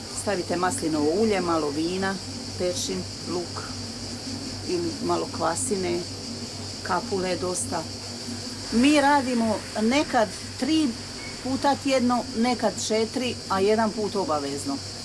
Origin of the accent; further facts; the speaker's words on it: Drniš, Šibenik-Knin County, Croatia; born there; now in Solin, Croatia; Živim u Solinu, ja sam rođena u Drniš, krajina Drniš. To je najbolji dio vlaške krvi.